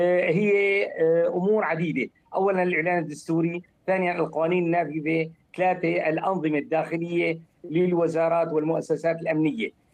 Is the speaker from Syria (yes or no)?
yes; Syria; عندنا في سوريا الجديدة